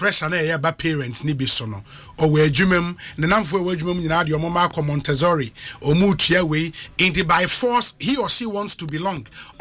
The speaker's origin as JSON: {"language": "English", "town": "Kobeng", "country": "Ghana", "tie": "born or raised there", "said": "Well, Obi, you passed through my hometown, Kobeng."}